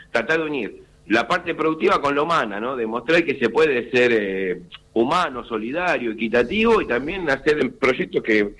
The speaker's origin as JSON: {"language": "Spanish", "town": "Aldo Bonzi", "region": "Buenos Aires Province", "country": "Argentina", "said": "Yo soy de La Matanza, de Aldo Bonzi"}